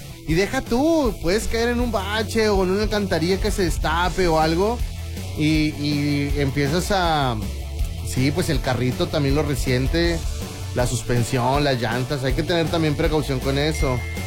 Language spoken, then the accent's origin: Spanish; Mexico; Como buen mexicano, el taco se respeta.